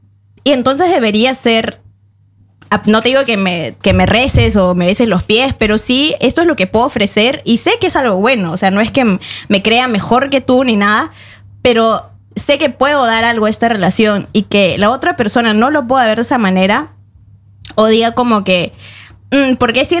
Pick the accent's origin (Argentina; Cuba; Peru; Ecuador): Peru; que yo también me abrumo como peruana